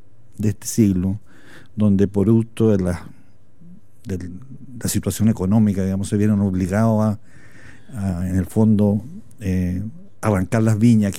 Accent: Colín, Maule, Chile; Cerca de Talca, cerca a 15 kilómetros de Talca.

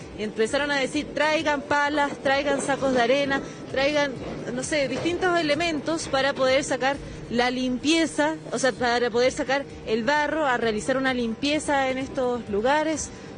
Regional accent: Chile; lo que somos los chilenos

